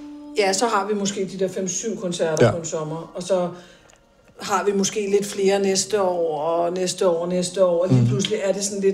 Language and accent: Danish; Copenhagen, Capital Region of Denmark, Denmark; moved away as an adult; now in Bornholm, Denmark; at komme til provinsen som københavner